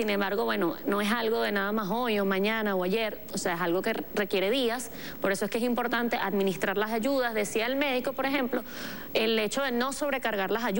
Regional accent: Venezuela; forma parte de nuestros valores como venezolanos

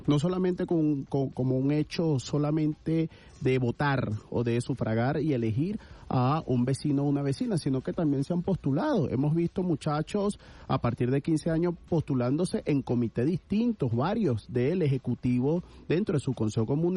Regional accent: Caracas, Capital District, Venezuela; nosotros como caraqueños

